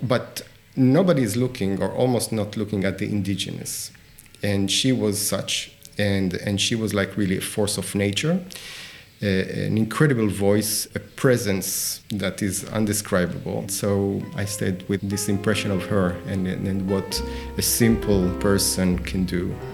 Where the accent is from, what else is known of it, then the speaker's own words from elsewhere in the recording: Argentina; So I lived in Argentina. I grew up partly in Argentina at the end of the 70s. And also this is what music that was played at home.